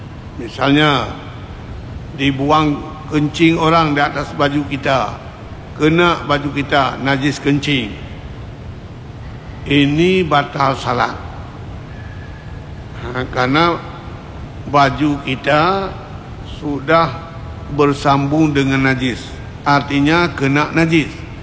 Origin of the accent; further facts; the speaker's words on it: Aceh, Indonesia; Biasa kalau kita orang Aceh, kaum-kaum ibu sering sembahyangnya di sawah, salat di sawah